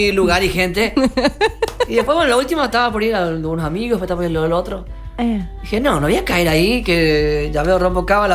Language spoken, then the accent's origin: Spanish; El Colorado, Formosa, Argentina; now in Corrientes, Argentina; soy de El Colorado, Formosa